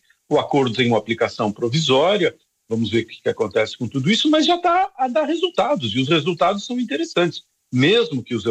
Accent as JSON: {"language": "Portuguese", "country": "Brazil", "lives_now": "Portugal", "said": "o João Gabriel e eu, que somos brasileiros a viver em Portugal, sabemos disso"}